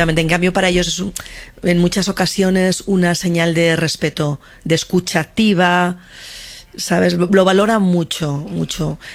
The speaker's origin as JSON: {"language": "Spanish", "country": "Spain", "said": "Yo tengo la nacionalidad alemana también ya. Y en cierto modo me siento alemana, pero la parte española pues tira muchísimo."}